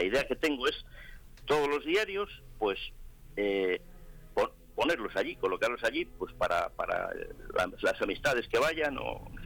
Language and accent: Spanish; San Salvador de Cantamuda, Castile and León, Spain; que yo soy de San Salvador, de Cantamuga, sí.